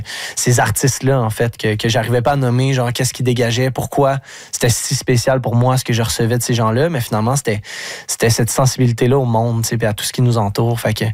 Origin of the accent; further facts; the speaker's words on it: Lac-aux-Sables, Quebec, Canada; je viens de Lac aux Sables, un petit village où ça peut être difficile d'être en contact avec la culture ou les arts.